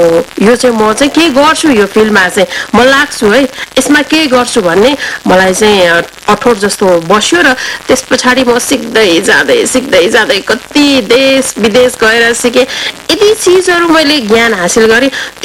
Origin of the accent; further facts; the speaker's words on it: Kathmandu, Bagmati, Nepal; म प्योर नेवारको छोरी … तर मेरो घरको वातावरण नेवारपन कम थियो।